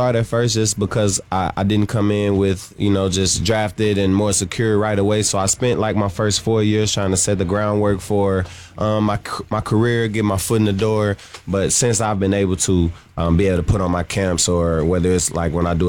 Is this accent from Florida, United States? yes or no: no; St. Louis, Missouri, United States; So I'm from St. Louis, so yeah. I have to be, right?